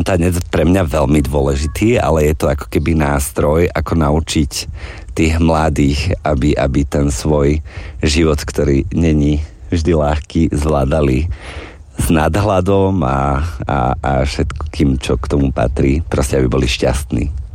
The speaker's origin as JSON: {"language": "Slovak", "town": "Bratislava", "region": "Bratislava Region", "country": "Slovakia", "tie": "born there", "said": "ja som z Bratislavy, teda narodil som sa v Bratislave"}